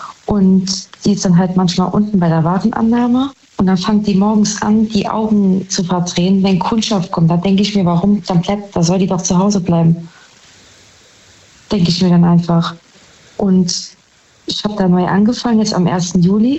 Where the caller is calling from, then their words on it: Saarbrücken, Saarland, Germany; Saarbrücken.